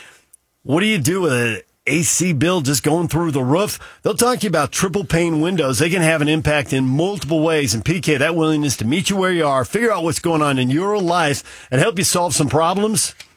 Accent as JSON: {"language": "English", "region": "California", "country": "United States", "tie": "born or raised there", "said": "I grew up in California. The beach is free. I don't get it."}